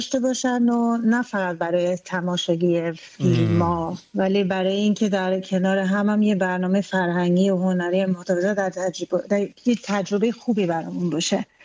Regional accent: Iran; first language Persian; now in Sweden; چون ایرانی هستم

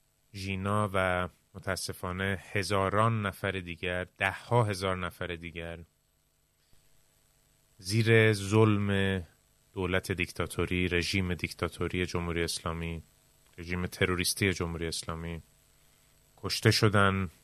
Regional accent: Iran; moved away

